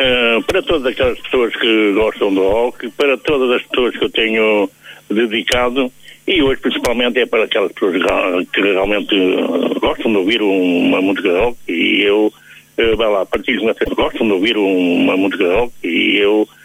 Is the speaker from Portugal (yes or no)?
yes; Matosinhos, Norte, Portugal; now in Maia, Portugal; eu não sou natural da Maia, sou natural de Matosinhos, mas adoro morar na Maia